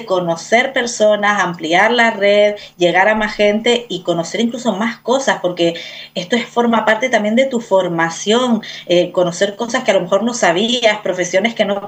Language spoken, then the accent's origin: Spanish; Canary Islands, Spain; la mayoría somos de aquí, de Gran Canaria